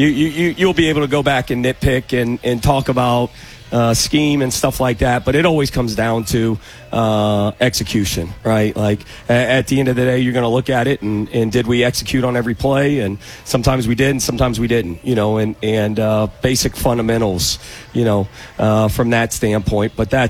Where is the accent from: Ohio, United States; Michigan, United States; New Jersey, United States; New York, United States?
Ohio, United States; Oxford; moved away as an adult; now in Dayton, United States; I grew up in Oxford, Ohio, so I grew up, 40 minutes down the road.